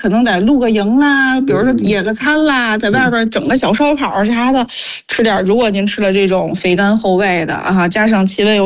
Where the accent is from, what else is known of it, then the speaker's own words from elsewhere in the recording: Beijing, China; 咱老北京